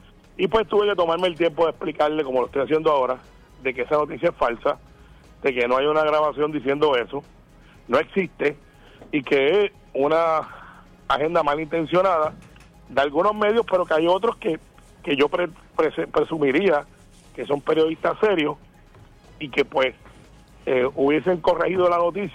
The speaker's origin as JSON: {"language": "Spanish", "country": "Puerto Rico", "said": "al igual que muchos puertorriqueños"}